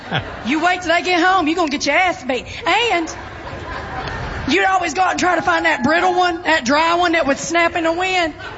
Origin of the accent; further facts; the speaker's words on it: the South, United States; We grew up the right way. That's why we act right. Uh-huh. And as a Southerner, we all knew it took a village.